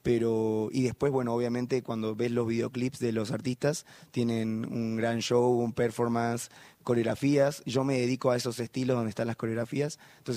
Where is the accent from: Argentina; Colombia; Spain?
Argentina; yo les decía que disculpe porque acá en Latinoamérica, como en Argentina